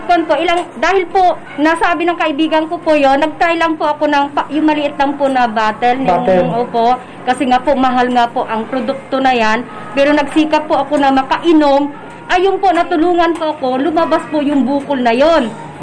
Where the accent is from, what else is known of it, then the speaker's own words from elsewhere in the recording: Mansalay, Oriental Mindoro, Philippines; taga Santa Brida, Mansalay, Oriental, Mindoro.